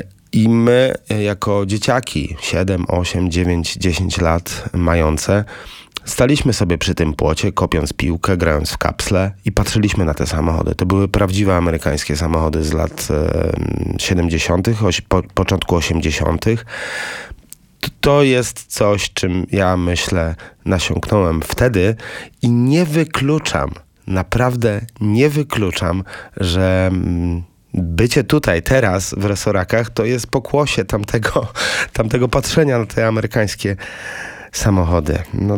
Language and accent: Polish; Warsaw, Masovian Voivodeship, Poland; urodziłem się i wychowałem na Saskiej Kępie przy ulicy Międzynarodowej.